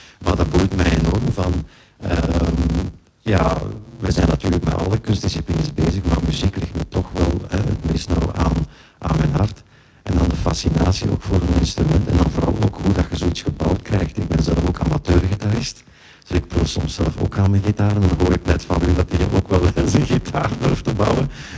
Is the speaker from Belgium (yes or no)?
yes; Herentals, Flanders, Belgium; also born or lived in Turnhout; now in Limburg, Belgium; Ik ben in Turnhout geboren, ja. Maar ik ben opgegroeid in Herentals, Noorderwijk.